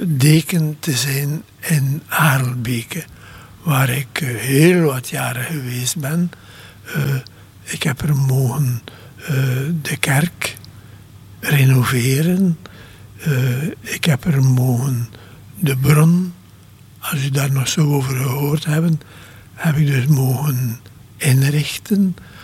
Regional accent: Bruges, Flanders, Belgium; born there; Ik ben geboren in Brugge

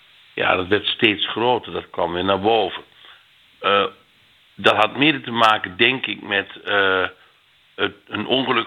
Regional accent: Gaanderen, Gelderland, Netherlands; now in Groningen, Netherlands; geboren en getogen in de Gelderse Achterhoek in Gaanderen bij Doetinchem. Jongste in ons gezin. Ik heb nog drie broers.

